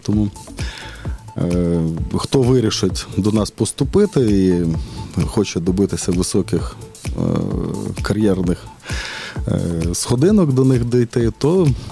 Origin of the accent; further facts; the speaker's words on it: Ivano-Frankivsk, Ivano-Frankivsk Oblast, Ukraine; Я теж з Франківська.